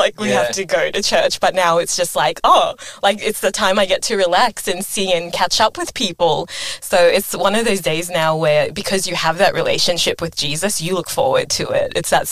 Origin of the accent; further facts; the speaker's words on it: Papua New Guinea; now in Townsville, Australia; growing up in Papua New Guinea